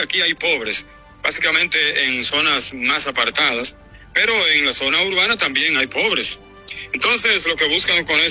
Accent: San Pedro de Macorís, Dominican Republic; now in Puerto Rico; desde Puerto Rico para La Mañana 103, en mi pueblo querido, San Pedro de Macorís.

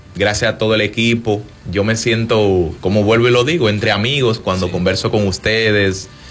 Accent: Dominican Republic; Esa es mi tierra.

